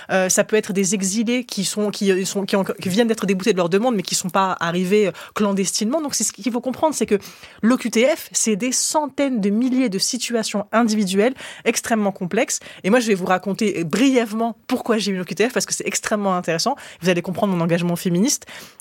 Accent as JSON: {"language": "French", "country": "France", "tie": "born or raised there", "also_born_or_lived": "Morocco", "said": "je suis une immigrée, ce qui est vrai. Moi j'ai vraiment effectué le parcours migratoire, je suis née au Maroc en 94, je suis arrivée en France en 97, je suis devenue française par choix"}